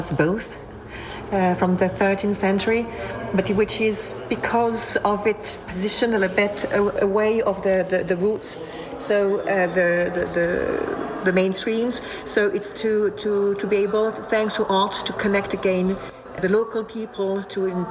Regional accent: France; moved away as an adult; now in Czech Republic; I'm from France, and I arrived in Czech Republic. It's something like 25 years ago

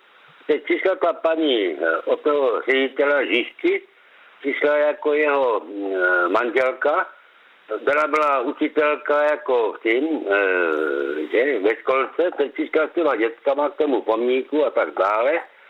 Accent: Krnov, Moravian-Silesian Region, Czechia; Já jsem rodák z Krnova

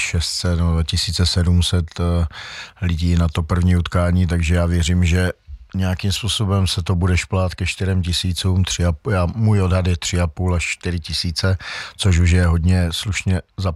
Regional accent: Zlín, Zlín Region, Czechia; moved away as an adult; now in Vsetín, Czech Republic; já jsem rodák ze Zlína. Zlínský stadion znám, protože jsem mládežnické roky strávil vlastně tady na stadionu Luďka Čajky.

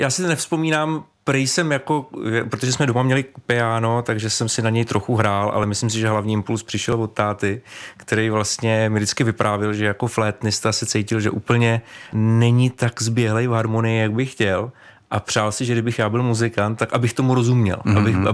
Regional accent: Hradec Králové, Hradec Králové Region, Czechia; Já jsem z Hradce Králové

